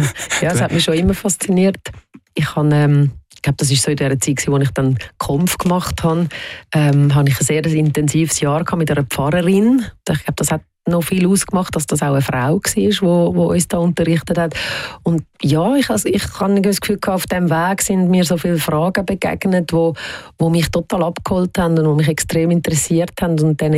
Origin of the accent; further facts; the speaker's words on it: Switzerland; Auf der anderen Seite bin ich da in der Schweiz aufgewachsen und habe sehr eine behütete Kindheit gehabt.